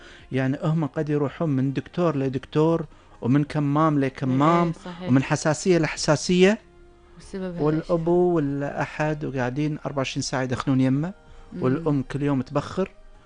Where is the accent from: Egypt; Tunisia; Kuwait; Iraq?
Kuwait; احنا ترى عندنا طابع خاص بحياة الكويت